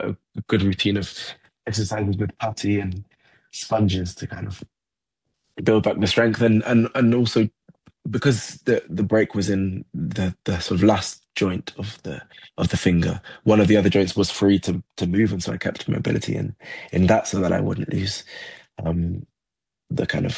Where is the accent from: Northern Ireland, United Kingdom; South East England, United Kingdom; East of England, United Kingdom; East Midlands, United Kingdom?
East Midlands, United Kingdom; Nottingham; born or raised there; now in London, United Kingdom